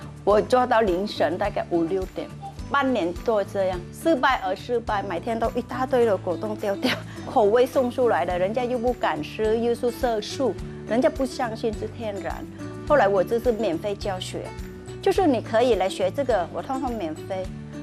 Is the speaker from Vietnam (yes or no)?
yes; Vietnam; Chinese is a second language; now in Taiwan